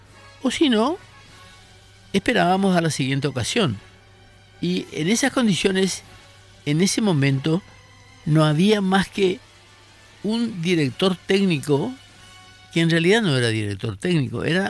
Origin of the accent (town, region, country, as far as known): Paraguay